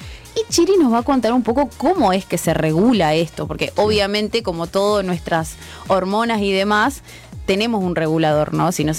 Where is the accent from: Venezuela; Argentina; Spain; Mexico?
Argentina; San Jaime de la Frontera, Entre Ríos; desde mi pueblo, como siempre, San Jaime de la Frontera